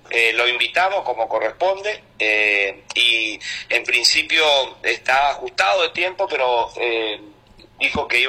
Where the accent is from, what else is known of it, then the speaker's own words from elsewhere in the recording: Margarita Belén, Chaco, Argentina; todos somos hijos de Margarita Belén, todos hacemos Margarita Belén